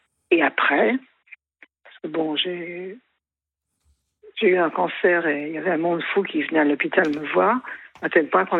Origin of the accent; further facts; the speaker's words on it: Paris, Île-de-France, France; born there; also born or lived in Germany; Et donc, mon pays, c'est Paris. Je suis née à Paris et... C'est vraiment Paris.